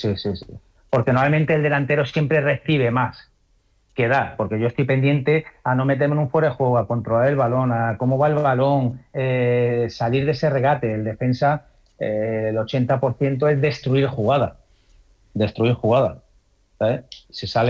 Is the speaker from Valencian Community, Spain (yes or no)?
no; Zaragoza, Aragon, Spain; Yo soy maño, me considero maño, bautizado y pasado por el manto del Pilar